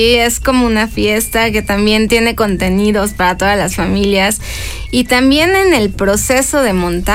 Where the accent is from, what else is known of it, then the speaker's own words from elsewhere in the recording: Tecamachalco, Puebla, Mexico; yo soy originaria del municipio de Tecamachalco.